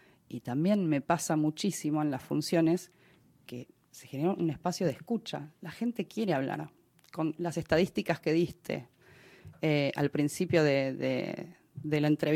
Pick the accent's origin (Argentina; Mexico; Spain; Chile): Argentina; Las cosas en mi país lamentablemente cambiaron para mal y en todos los departamentos, digamos, o sea, a nivel cultural, científico, económico, y si bien Argentina siempre tuvo altos y bajos económicamente